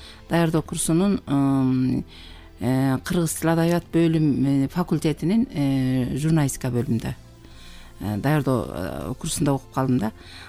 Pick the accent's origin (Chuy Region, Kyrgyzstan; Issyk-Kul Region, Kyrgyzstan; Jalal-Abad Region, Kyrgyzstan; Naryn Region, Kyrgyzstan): Jalal-Abad Region, Kyrgyzstan; Kairma; Мен Жалал Абад областынын Базар Корон районунун Акман айыл аймагында Кайрма деген айыл бар. Ошол жерде туулуп өскөм.